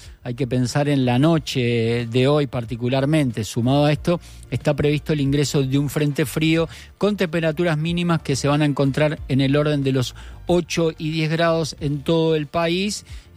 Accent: Uruguay

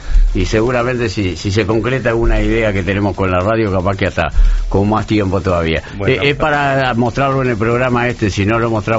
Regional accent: Uruguay; nosotros somos República Oriental del Uruguay.

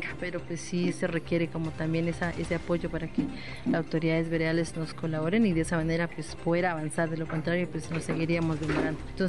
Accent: Colombia; somos pueblos indígenas, pero somos colombianos y tenemos los mismos derechos que cualquier otros colombianos.

